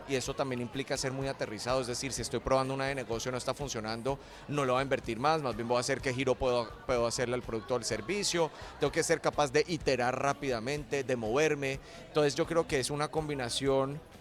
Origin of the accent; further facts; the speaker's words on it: Colombia; accent: Colombian; Para los que me escuchan ya se dieron cuenta que mi acento es colombiano.